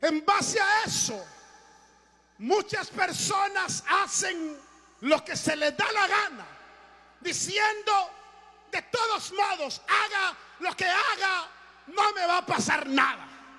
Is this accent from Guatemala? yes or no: yes; Tiquisate, Escuintla, Guatemala; Yo soy de Tiquizate, Escuintla. Allí, de allí soy, hermano.